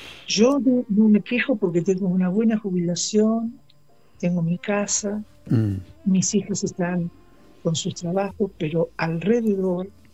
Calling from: Tolosa, Buenos Aires Province, Argentina; de Tolosa, ¿cómo les va?

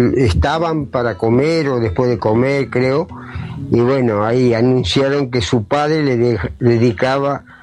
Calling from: Morón, Buenos Aires Province, Argentina; Soy de Morón

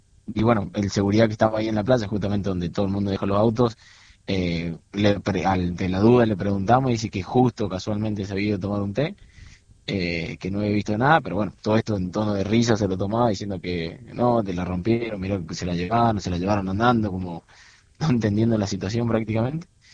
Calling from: La Punta, San Luis, Argentina; vivo en la ciudad de La Punta

